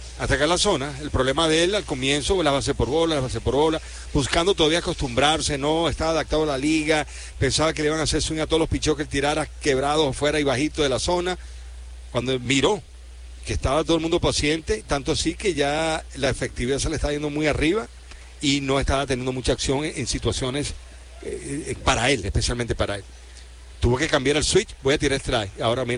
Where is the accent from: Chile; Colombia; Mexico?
Mexico; Tijuana, Baja California; Somos paisanos.